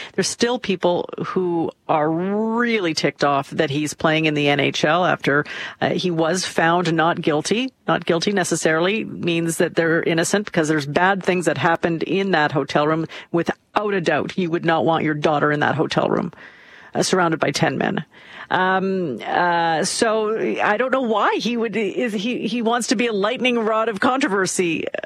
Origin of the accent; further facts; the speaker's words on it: Philippines; I am Filipino, and Filipinos are germaphobes, so you're safe.